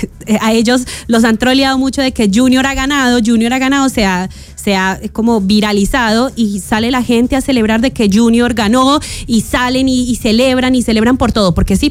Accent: Medellín, Antioquia, Colombia; yo soy de Medellín. Ya, yo soy paisa, soy de paisa. La zona antioqueña.

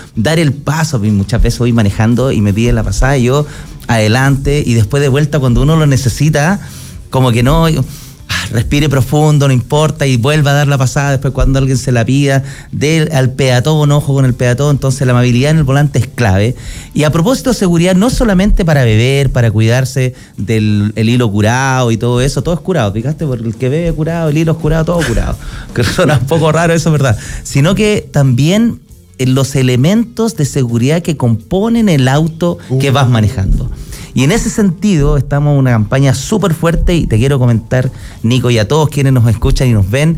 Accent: Chile; como chilenos nos sentimos muy orgullosos

